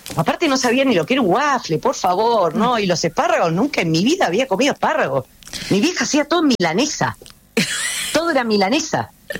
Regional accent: Buenos Aires Province, Argentina; me fui al conurbano bonaerense, donde soy yo

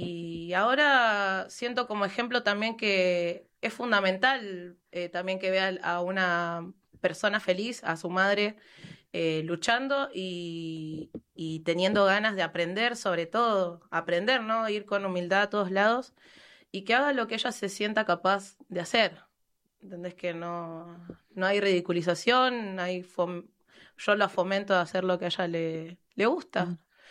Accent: Argentina; estoy en un centro de formación, un punto de formación en Villa Escazo, de donde soy yo

